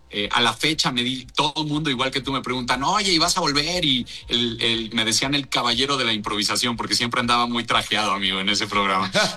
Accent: Mexico; construyendo una firma como artista mexicano

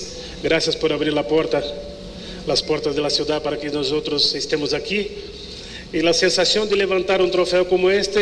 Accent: Brazil; Spanish is a second language; Y claro, yo soy brasileño. Y en Brasil el fútbol es el deporte número uno.

